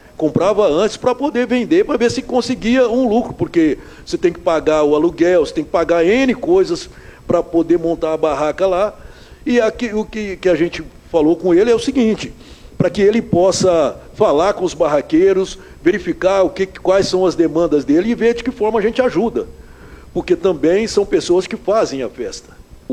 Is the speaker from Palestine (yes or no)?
no; Brazil; eu que cresci ali na Vila Cruzeiro, eu cresci do lado da festa